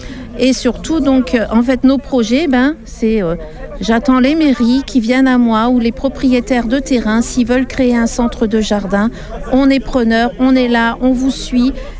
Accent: Hauts-de-France, France; je suis originaire du Pas-de-Calais, mais j'ai mon jardin sur Valenton

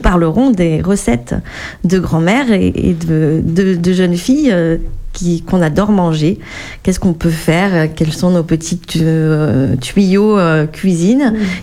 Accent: Nouvelle-Aquitaine, France; Enfin, moi, je suis du Périgord, c'est quand même gras.

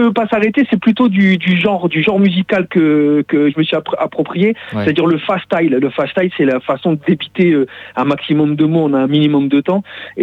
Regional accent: Lille, Hauts-de-France, France; je viens de Lille moi à la base, hein, je suis ch'timi, donc on a beaucoup beaucoup tourné avec ce groupe-là.

